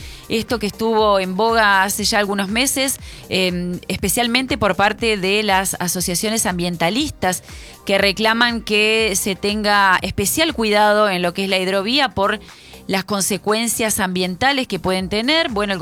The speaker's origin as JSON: {"language": "Spanish", "country": "Argentina"}